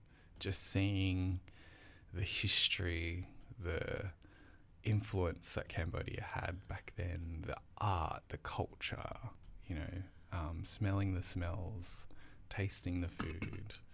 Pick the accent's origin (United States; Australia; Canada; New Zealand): Australia; Campbelltown, New South Wales; So I was born in Fairfield Hospital down southwest. So most of my life until the age when I was in year 11 was spent in Campbelltown.